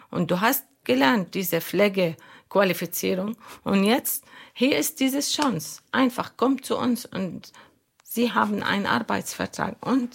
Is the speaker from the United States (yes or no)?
no; Lebanon; German is a second language; Ich komme aus dem Libanon.